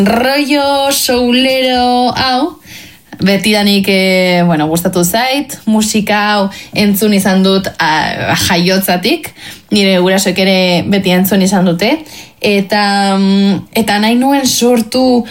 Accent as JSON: {"language": "Basque", "town": "Bilbao", "region": "Basque Country", "country": "Spain", "said": "ni bilbotarra naiz"}